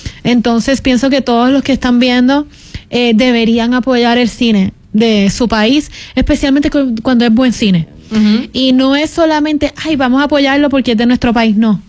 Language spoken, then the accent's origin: Spanish; Puerto Rico; Me gustaría trabajar también en mi país, en Puerto Rico.